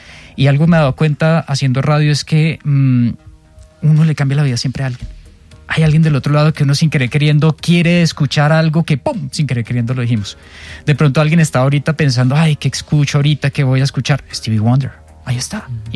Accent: Vélez, Santander, Colombia; yo crecí en un pueblo, en Santander, en Vélez.

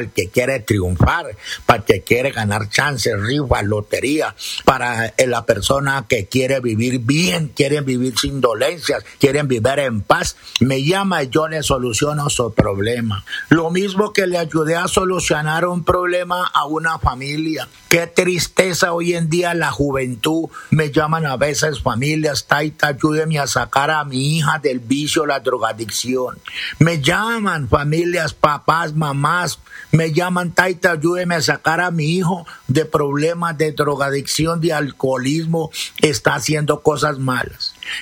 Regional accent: Putumayo, Colombia; yo soy propio indígena, legítimo indígena, auténtico, el indígena de la selva de Potomayo, Amazonas

